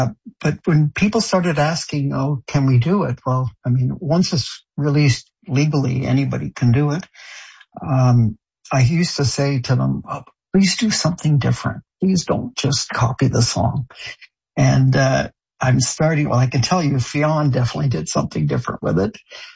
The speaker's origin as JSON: {"language": "English", "country": "France", "tie": "born or raised there", "also_born_or_lived": "Ottawa, Canada", "lives_now": "Canada"}